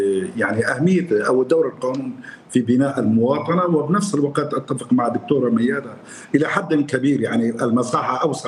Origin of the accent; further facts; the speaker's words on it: Syria; يعني حتى الآن القرار المحكمة تطلع باسم الشعب العربي السوري، وأنا سوري